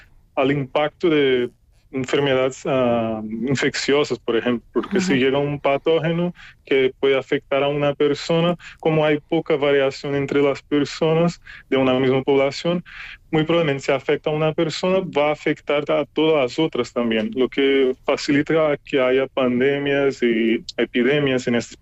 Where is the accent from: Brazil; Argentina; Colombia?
Brazil; Spanish is a second language; mayormente por investigadores que son de Latinoamérica, como yo también, que soy de Brasil, la investigadora principal que es Tabita, que también es brasileña